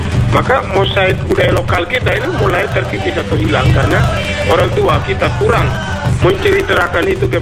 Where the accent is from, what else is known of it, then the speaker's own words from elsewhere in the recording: Southwest Papua, Indonesia; kembali kepada kita orang Moi, bagaimana kita menjaga kebudayaan kita ini?